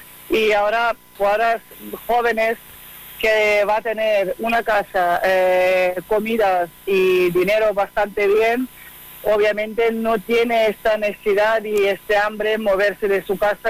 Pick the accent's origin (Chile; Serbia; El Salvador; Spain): Serbia; Spanish is a second language; Yo prefiero así, en mi mentalidad, como soy de Serbia, mentalidad tengo a ganar todos los partidos